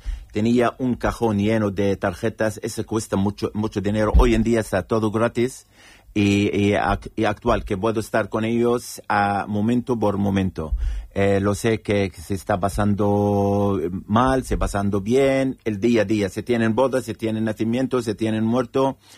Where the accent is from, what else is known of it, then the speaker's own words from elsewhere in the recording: Bethlehem, West Bank, Palestine; Yo soy de Belén, por ejemplo.